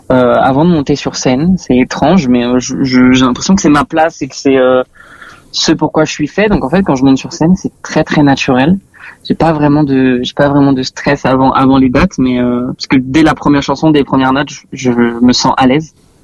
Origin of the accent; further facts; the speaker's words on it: Tremblay-en-France, Île-de-France, France; moi je viens de Tremblay en France.